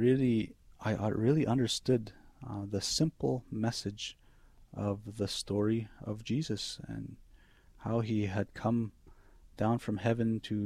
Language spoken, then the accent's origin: English; Kenora, Ontario, Canada; I'm from Kenora, Ontario. That's northwestern Ontario. I come from an Ojibwe reserve. The reserve name used to be Washagamis Bay and is now called Oboshkondagong. I grew up right by the lake